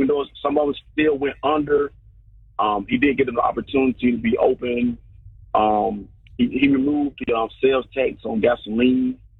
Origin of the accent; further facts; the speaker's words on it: Georgia, United States; I'm from Georgia. I want to talk about my Governor Kemp.